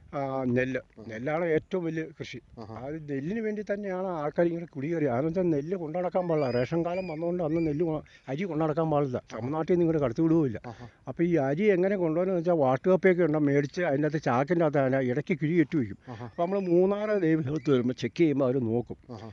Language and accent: Malayalam; Chathavattam, Kerala, India; ഞങ്ങൾ വരുന്നത് ചാത്തവറ്റം എന്ന് പറഞ്ഞ സ്ഥലത്തുനിന്ന്.